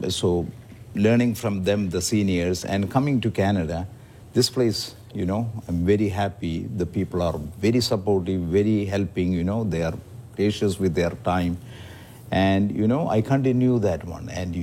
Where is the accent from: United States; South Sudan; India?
India; these are the small things which I got it from my family growing up in India.